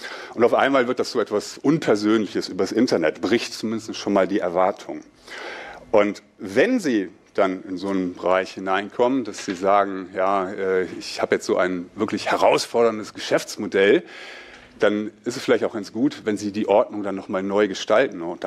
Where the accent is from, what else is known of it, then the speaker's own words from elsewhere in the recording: Baden-Württemberg, Germany; Ich komme aus Baden-Württemberg.